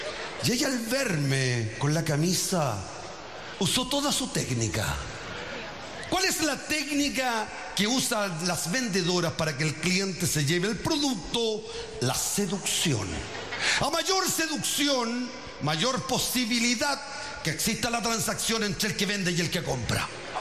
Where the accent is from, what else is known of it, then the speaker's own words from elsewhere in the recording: Purén, Araucanía, Chile; born there; La otra vez estaba en Purén, en mi tierra